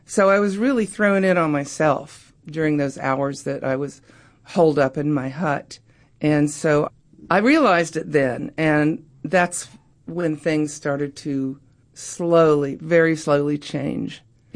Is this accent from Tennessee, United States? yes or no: yes; Oak Ridge, Tennessee, United States; born or raised there